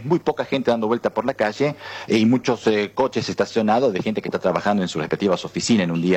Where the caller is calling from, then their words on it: Rome, Lazio, Italy; Estoy en una zona semicéntrica que se llama Eure, fundamentalmente una zona un poquito nuevita, digamos, de la capital italiana, sobre el sur, yendo hacia la costa.